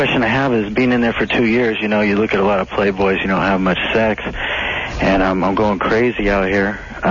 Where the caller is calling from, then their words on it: Sacramento, California, United States; Hey, I'm calling from Sacramento.